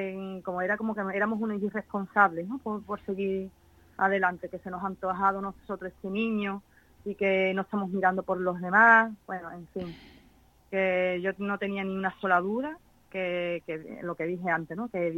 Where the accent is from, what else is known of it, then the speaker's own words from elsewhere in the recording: Jerez, Andalusia, Spain; nos fuimos a Sevilla, ¿no? Ya digo que somos de Jerez, fuimos en Sevilla y pedimos allí varias opiniones, después fuimos a Madrid también